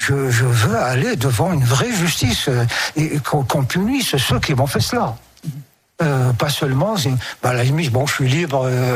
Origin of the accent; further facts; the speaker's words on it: France; Non, je suis Français. Point.